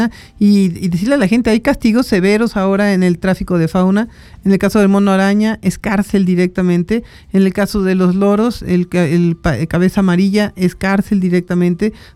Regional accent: San Luis Potosí, Mexico; siendo potosinos sabemos que aquí tenemos presencia de cascabeles de diferentes especies

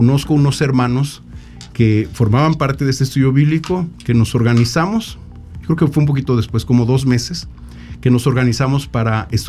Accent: Tabasco, Mexico; moved away as an adult; also born or lived in Mexico City; Yo tenía años viviendo en la Ciudad de México. Yo no soy de la Ciudad de México. Nací allá, pero viví muchos años en Tabasco. Yo me considero de Tabasco porque allá viven mis padres, porque allá estudié todo hasta la prepa. Uh-huh. Y migré a la Ciudad de México

